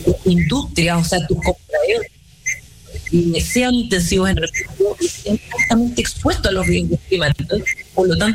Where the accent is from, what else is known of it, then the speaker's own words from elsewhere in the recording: Linares, Maule, Chile; born there; Mira, yo también soy de regiones. Yo nací en el Maule, en el Linares específicamente.